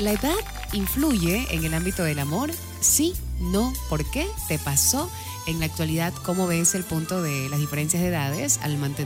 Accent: Naranjito, Guayas, Ecuador; La gente de mi hermoso cantón Naranjito

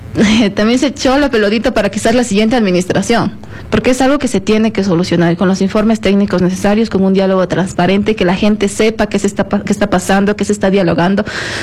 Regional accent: Quito, Pichincha, Ecuador; Yo soy quiteña, yo soy de Calderón, soy de la ruralidad

